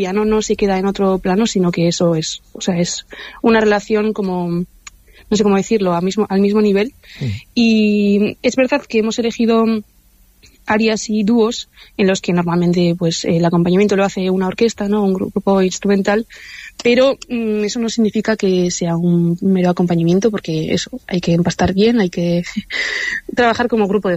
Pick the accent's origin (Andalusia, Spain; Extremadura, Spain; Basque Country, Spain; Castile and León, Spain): Basque Country, Spain; los tres somos vascos y Odi y yo somos de Guipúzcoa